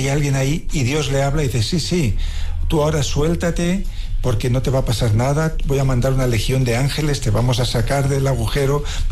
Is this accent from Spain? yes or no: yes; Barcelona, Catalonia, Spain